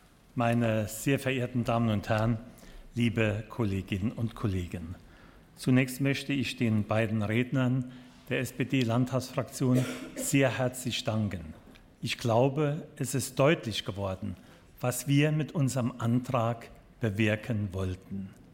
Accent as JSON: {"language": "German", "town": "St. Wendel", "region": "Saarland", "country": "Germany", "tie": "born or raised there", "said": "in meiner Heimatstadt in St. Wendel, in der Stadt des heiligen Wendelin."}